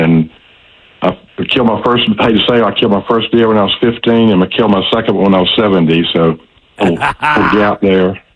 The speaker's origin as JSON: {"language": "English", "town": "Winder", "region": "Georgia", "country": "United States", "tie": "born or raised there", "said": "When I was growing up in Winder"}